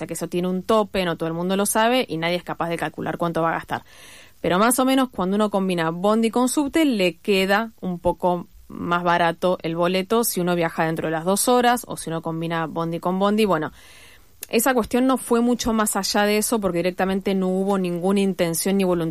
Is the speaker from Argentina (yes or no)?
yes; Buenos Aires, Argentina; yo soy de Saavedra